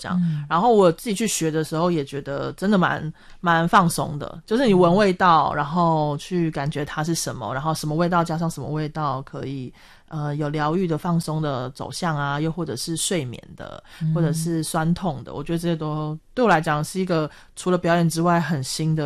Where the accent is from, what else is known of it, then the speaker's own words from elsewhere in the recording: Japan; Chinese is a second language; 对，然后我是一个日本人